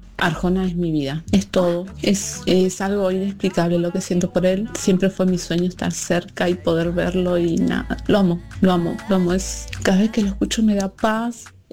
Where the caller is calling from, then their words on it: Lanús, Buenos Aires Province, Argentina; de Lanús.